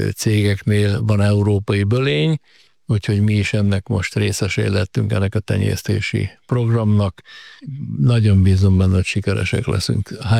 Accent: Zagyvaróna, Nógrád, Hungary; Egy szerencsém volt, én Zagyvaron, a Rónabányán nőttem föl, az ottani erdők olyan nyomot hagytak bennem, hogy egy életre szólott.

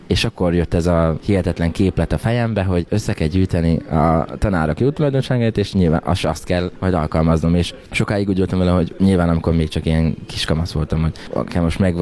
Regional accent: Kápolna, Heves, Hungary; Én Heves megyében, Kápolnán nőttem fel, egy zenész cigány családban, egy 7 gyermekes családban, én vagyok a 7.

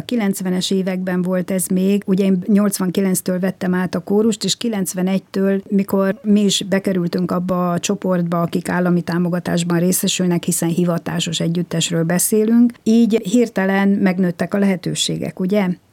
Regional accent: Mezőtúr, Jász-Nagykun-Szolnok, Hungary; born there; Ez a 63-as év, ez egy nagyon jó évjárat volt, és a Szenteste én születtem egyedül a Mezőtúri kórházban este 7 órakor.

